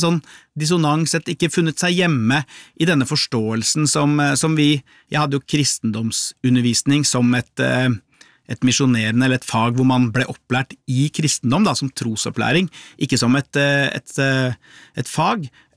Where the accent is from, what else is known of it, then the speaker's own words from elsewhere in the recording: Lier, Buskerud, Norway; i hvert fall der jeg vokste opp i Lier.